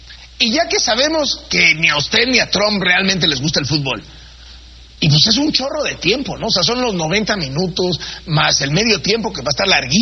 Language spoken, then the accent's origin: Spanish; Mexico